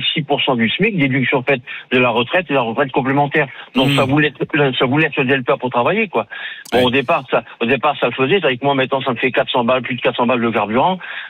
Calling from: Nouvelle-Aquitaine, France; moi, je suis sur la Gironde.

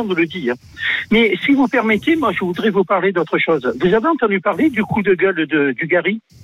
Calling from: France; je ne dis pas ça parce que je suis français

